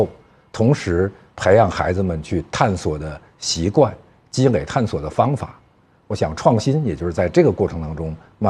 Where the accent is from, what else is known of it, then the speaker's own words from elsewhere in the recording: Hengshui, Hebei, China; 我生于冀州，长于冀州